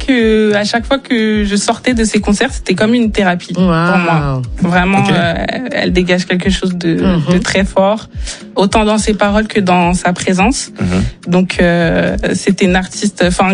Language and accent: French; Aulnay-sous-Bois, Île-de-France, France; moi je suis une jeune femme noire. Mm-hmm. J'ai grandi à Aulnay-sous-Bois.